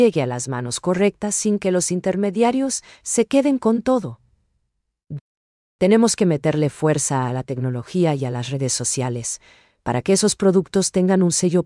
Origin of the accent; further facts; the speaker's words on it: Paraguay; esa esencia pura que nos identifica como paraguayos de verdad?